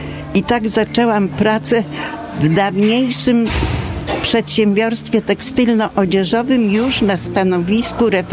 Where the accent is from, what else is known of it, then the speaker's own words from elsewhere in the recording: Kuyavian-Pomeranian Voivodeship, Poland; moved away as an adult; also born or lived in Toruń; now in Bydgoszcz, Poland; 78. W Bydgoszczy jestem od 68 roku. Pochodzę z Kujaw. Jestem rodowitą Kujawianką.